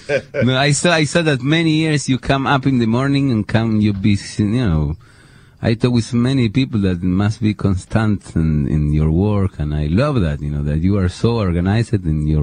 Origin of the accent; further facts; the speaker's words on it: Argentina; English is a second language; moved away; I'm from Argentina. Hablo español, sí, señor.